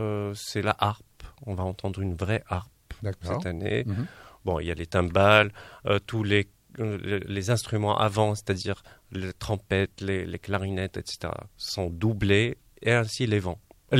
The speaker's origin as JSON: {"language": "French", "country": "Morocco", "tie": "born there", "first_language": "Arabic", "second_language": "French", "moved": "yes", "said": "né marocain."}